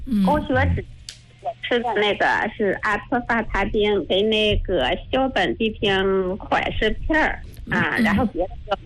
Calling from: Xingtai, Hebei, China; 我是河北邢台的。

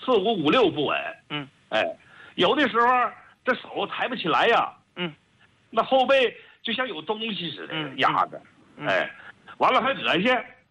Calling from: Jilin, China; 我家是吉林的。

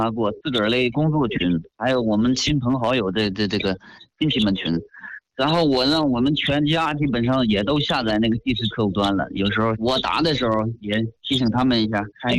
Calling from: Shijiazhuang, Hebei, China; 我就是咱石家庄的。

